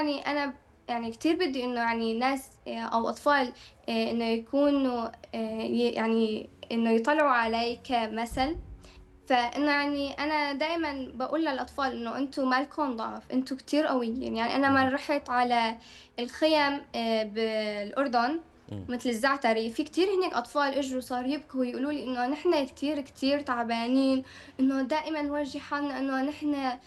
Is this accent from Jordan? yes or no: no; Syria; كسوريين عنا كثير اشياء مهمه، يعني سوريا حلب عندها يعني تاريخ كثير قديم